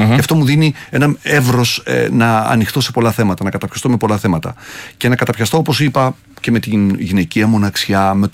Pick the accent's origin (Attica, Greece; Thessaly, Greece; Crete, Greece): Thessaly, Greece; Trikala; Από όταν μεγάλωνα, στα Τρίκαλα που μεγάλωσα, πήγα στο Λύκειο με προϋπόθεση να υπάρχει θεατρική ομάδα.